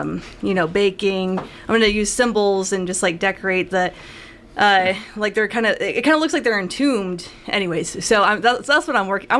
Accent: Midwest, United States; I grew up in the Midwest

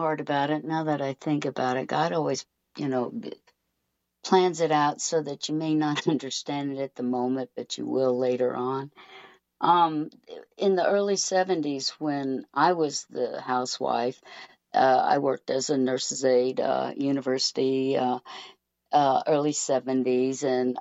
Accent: Missouri, United States; I'm from Missouri.

